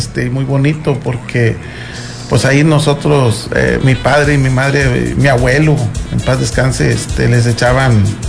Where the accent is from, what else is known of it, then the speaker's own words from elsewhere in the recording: Morelos, Coahuila, Mexico; also born or lived in Piedras Negras / Allende; 1970, ahí nací en Piedras Negras. Toda mi vida he vivido en Morelos desde niño. En vacaciones me venía aquí a Allende, a la casa de mis abuelos. Vivían aquí en Contraesquina